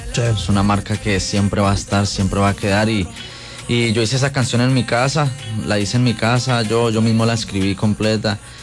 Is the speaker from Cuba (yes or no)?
no; Colombia; moved away; soy el colombiano que se fue de Colombia a buscar ese sueño